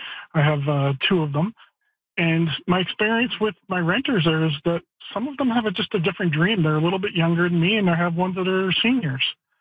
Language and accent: English; the Maritimes, Canada; moved away as an adult; now in Delta, Canada; I grew up in the Maritimes, and I've lived in 7 different provinces, and I'm a Gen Xer. I'm approaching 50.